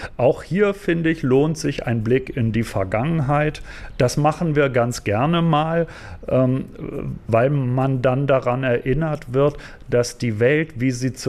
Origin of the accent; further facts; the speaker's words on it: Berlin, Germany; Also ich bin selber aus Berlin